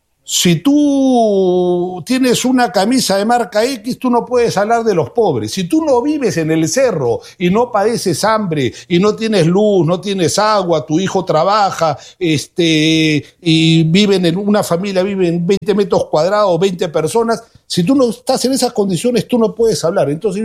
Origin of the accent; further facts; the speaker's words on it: Lima, Peru; Eso me impedía notar que en mi país hay 10 millones de seres humanos pobres.